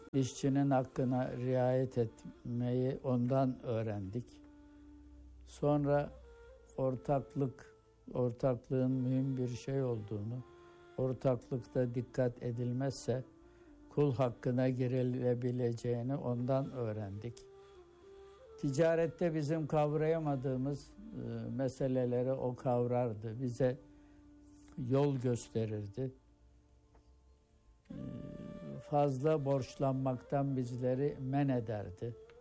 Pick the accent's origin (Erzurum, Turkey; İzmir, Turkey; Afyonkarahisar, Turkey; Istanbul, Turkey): Istanbul, Turkey; born there; Çocukluğumuzdan beri beraber büyüdük. Onun yanında büyüdük diyebilirim. Evlerimiz yakındı. Erenköy'de yakında oturuyorduk birbirimize.